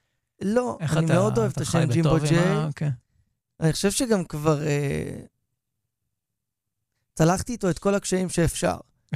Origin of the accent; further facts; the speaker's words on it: Rehovot, Central District, Israel; שנינו גדלנו ברחובות.